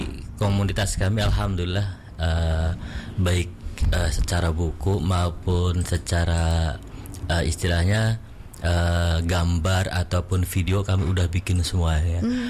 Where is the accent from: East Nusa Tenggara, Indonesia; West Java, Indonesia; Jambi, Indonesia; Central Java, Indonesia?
West Java, Indonesia; Cirebon; bangga kami sebagai warga Cirebon